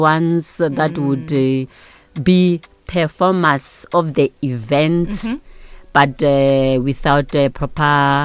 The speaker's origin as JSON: {"language": "English", "region": "Limpopo", "country": "South Africa", "said": "I'm from Hamolepo, by the way, Bushira."}